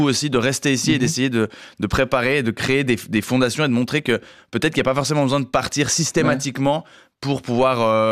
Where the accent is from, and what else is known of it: Romandy, Switzerland